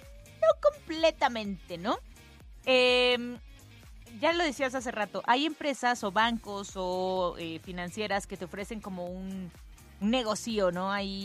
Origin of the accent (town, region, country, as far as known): Mexico